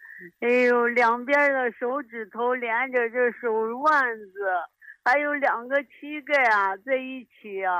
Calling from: Shaanxi, China; 我是陕西的新朋友。

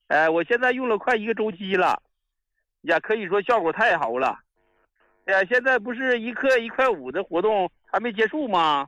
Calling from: Harbin, Heilongjiang, China; 我是哈尔滨的老患者了

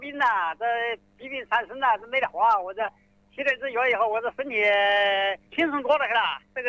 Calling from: Xiantao, Hubei, China

